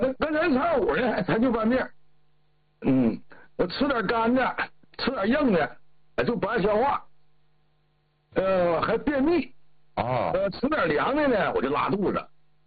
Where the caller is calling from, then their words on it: Shenyang, Liaoning, China; 我是沈阳的